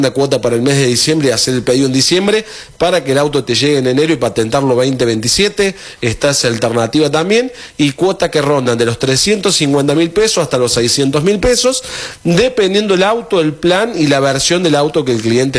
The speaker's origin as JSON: {"language": "Spanish", "town": "Laboulaye", "region": "Córdoba", "country": "Argentina", "said": "Yo soy de acá de La Boulaye y siempre trabajé esta zona"}